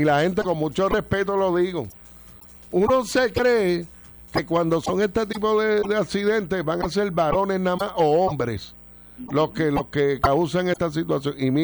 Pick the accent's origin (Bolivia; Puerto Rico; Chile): Puerto Rico; Añasco; Hoy en mi pueblo, en Añaco